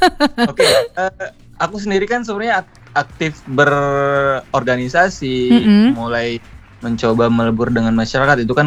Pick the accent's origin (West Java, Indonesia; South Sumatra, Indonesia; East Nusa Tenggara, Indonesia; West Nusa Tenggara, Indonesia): West Java, Indonesia; Kuningan; moved away as an adult; also born or lived in Cirebon; Aku asalnya Kuningan.